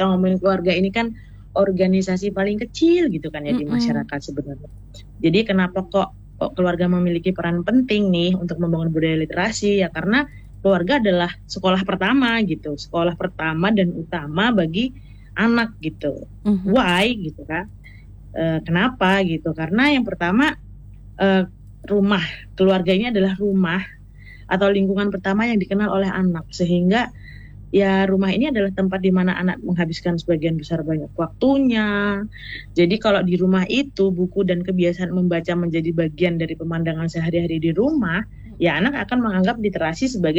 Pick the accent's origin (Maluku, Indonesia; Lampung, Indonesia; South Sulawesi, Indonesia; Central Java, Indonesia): Lampung, Indonesia; Way Kanan; Ada Pak Agustianto dari Metro, ada Kak Devi dari Lampung Barat, dan saya sendiri dari Waikanan.